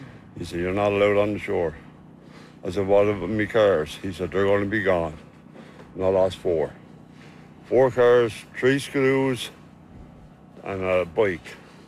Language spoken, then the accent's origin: English; Salmon Cove, Newfoundland and Labrador, Canada; I'm from Peary's Cove from Salmon Cove. Right. And I bought this house down here, I think it was in 91, 92 or something. And I've been lived down here ever since.